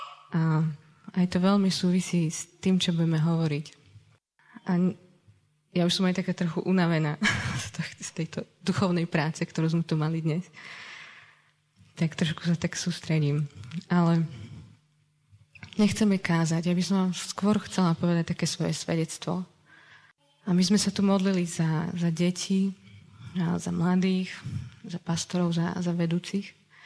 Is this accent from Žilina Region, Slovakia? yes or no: yes; Liptovský Mikuláš, Žilina Region, Slovakia; ja som z Mikuláša, tam bol tiež gymnázium